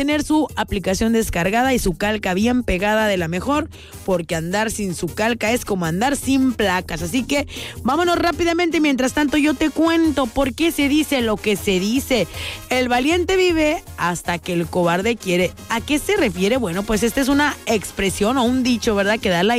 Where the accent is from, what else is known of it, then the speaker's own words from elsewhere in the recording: Mexico; somos los mexicanos